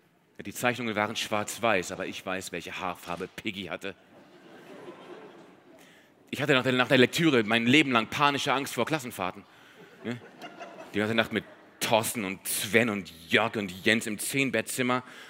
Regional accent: Hanover, Lower Saxony, Germany; Ich würde Ihnen einfach total gerne ein paar Fotos zeigen aus meiner Kindheit in Hannover.

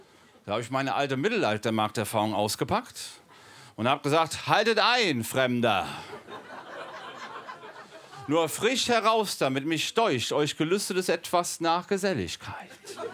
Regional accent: Mainz, Rhineland-Palatinate, Germany; Ich komme aus Mainz

